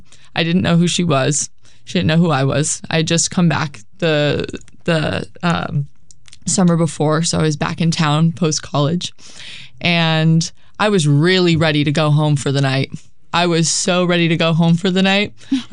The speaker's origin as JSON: {"language": "English", "town": "Provincetown", "region": "Massachusetts", "country": "United States", "tie": "born or raised there", "said": "Oh, I'm from Provincetown. I grew up here, which in this town kind of makes you a unicorn, I joke. There aren't many of us."}